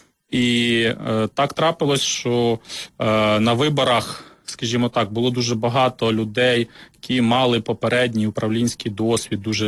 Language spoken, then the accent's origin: Ukrainian; Mykolaiv Oblast, Ukraine; born there; moved away as an adult; also born or lived in Hlukhiv, Sumy Oblast, Ukraine / Kyiv, Ukraine; Потім батьки мої переїхали на Миколаївщину, в село, де вся батькова родина, де мій батько народився. Там народилися мої брат і сестра. Але це північна частина Миколаївщини. Потім я там закінчив школу